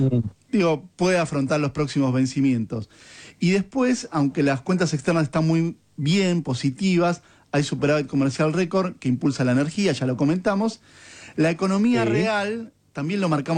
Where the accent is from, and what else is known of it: Argentina